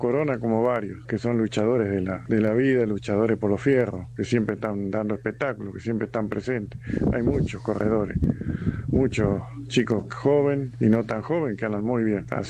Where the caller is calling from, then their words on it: Villa Gesell, Buenos Aires Province, Argentina; de Villa Gesell.